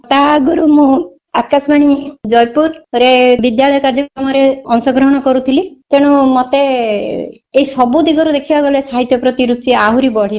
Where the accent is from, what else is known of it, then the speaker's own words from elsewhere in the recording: Odisha, India; now in Koraput, India; ଭଞ୍ଜଭୂମିର ଝିଅ ଓ ବୋହୁ, କୋରାପୁଟ ଠାରେ ମୁଁ ବର୍ତ୍ତମାନ ବାସ କରୁଛି।